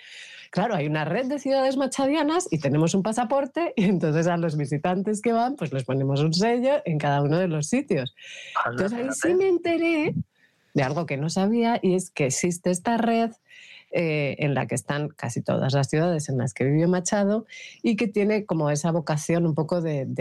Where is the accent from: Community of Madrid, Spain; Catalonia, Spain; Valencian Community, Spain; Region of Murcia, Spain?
Community of Madrid, Spain; Madrid; Y en Madrid, que precisamente es la ciudad de donde yo soy, donde más he vivido